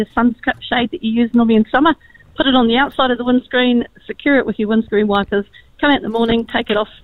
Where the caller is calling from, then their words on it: Tuakau, Waikato, New Zealand; I live in Tuakau, it's usually about 1 degree.